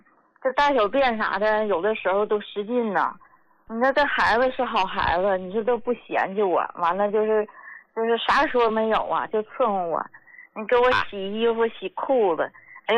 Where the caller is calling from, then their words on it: Shaanxi, China; 我是陕西人